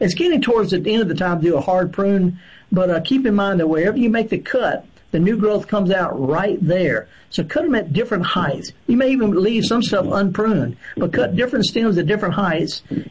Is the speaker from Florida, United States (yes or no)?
no; Mississippi, United States; I'm from the Delta, Woodville